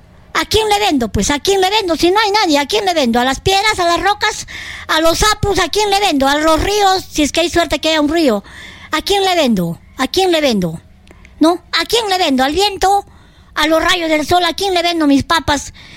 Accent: Arequipa, Peru; Esa es Arequipa. ¡Feliz día Arequipa! ¡Ay, somos arequipeños!

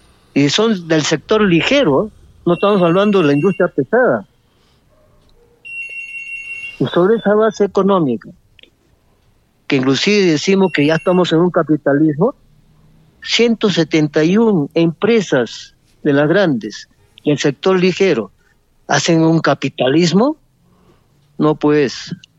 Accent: Peru; nosotros, como peruanos, tenemos que proteger nuestros intereses

